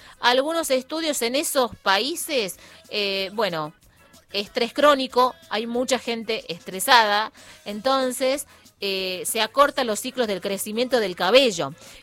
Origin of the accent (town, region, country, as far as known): Argentina